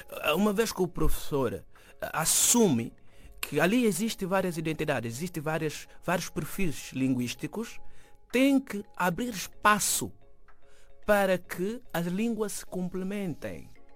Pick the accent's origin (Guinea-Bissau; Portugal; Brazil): Guinea-Bissau; first language Manjaco and Guinea-Bissau Creole; Portuguese is a second language; moved away; eu fui estudante na Guiné-Bissau. Fui aluno, aliás, na Guiné-Bissau. Custou-me muito aprender o português.